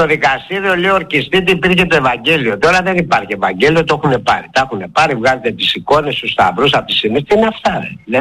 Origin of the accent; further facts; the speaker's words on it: Ermoupoli, South Aegean, Greece; Ευτυχώς που κατάγομαι από την Ερμούπολη της Σύρου που είναι η πρωτεύουσα των Κυκλάδων